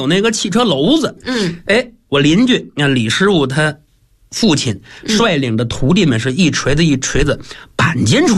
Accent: Cangzhou, Hebei, China

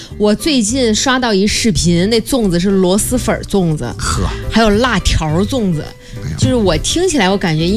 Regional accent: southern China, China; 虽然我是南方人哈

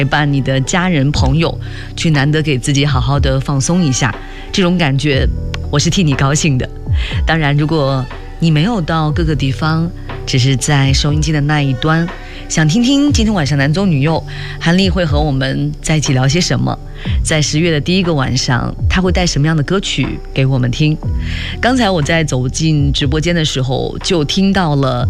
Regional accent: China; 因为对我们中国人而言，这是一生中最重要的日子。

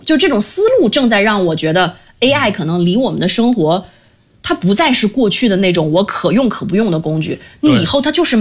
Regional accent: China; 我们中国人在字里行间留白的那个能力

